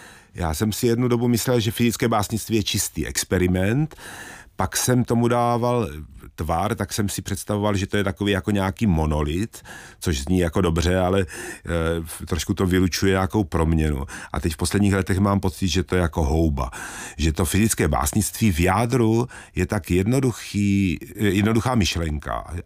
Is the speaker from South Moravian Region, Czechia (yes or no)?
yes; Brno, South Moravian Region, Czechia; Jsem teda z Brna, ale těch brněnských strašidel z různých důvodů je málo, zatímco těch pražských je spousta.